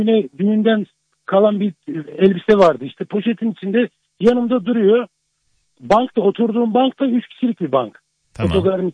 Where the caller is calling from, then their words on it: Istanbul, Turkey; İstanbul'dan, Beylikdüzü'nden.